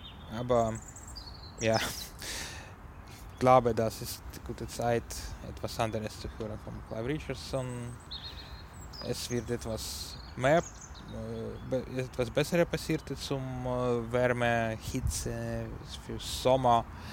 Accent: Ukraine; first language Ukrainian; German is a second language; moved away; In meiner Sprache, in meiner Muttersprache, in der ukrainischen Sprache

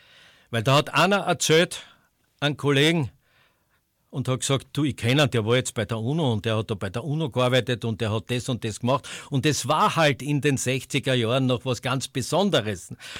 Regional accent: Styria, Austria; Und ich war halt auch ein Steirer, der halt ein bisschen schert.

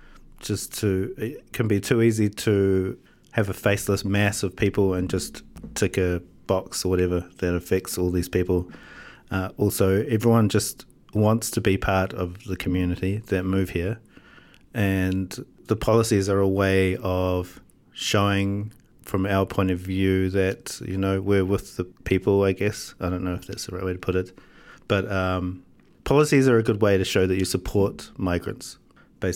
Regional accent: New Zealand; now in Austria; Within the party, we have people from different countries, such as I'm from New Zealand, Australia, England, Philippines.

